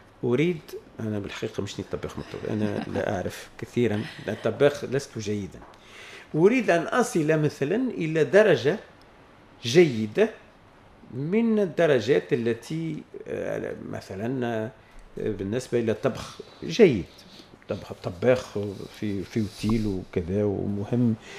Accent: Tunisia; نحن عندنا في تونس

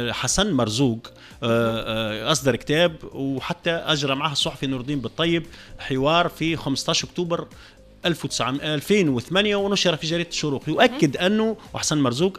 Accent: Tunisia; نحن كتونسيين

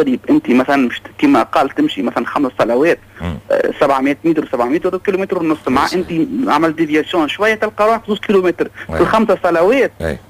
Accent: Tunisia; راهو نحن كدولة تونسية وكمكتب شؤون حجاج تونس حاضرين مش نوفروا له سبل الراحة بأقصى المستطاع.

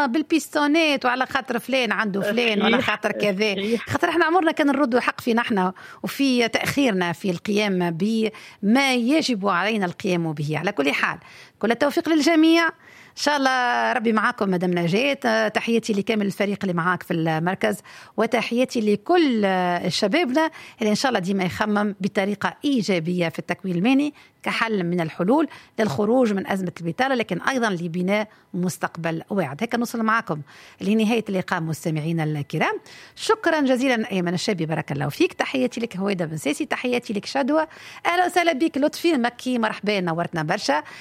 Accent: Tunisia; احنا خصوصيه تونسيه

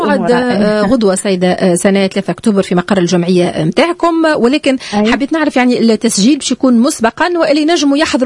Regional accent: Tunisia; احنا كدوله تونسيه

